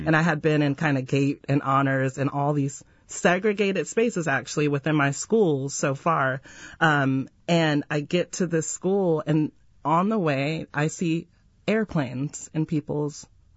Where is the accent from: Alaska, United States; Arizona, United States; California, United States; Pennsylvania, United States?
California, United States; Sacramento; also born or lived in Fresno / Bakersfield; So I grew up mostly in Sacramento, but I also spent a lot of time growing up in Fresno and in Bakersfield.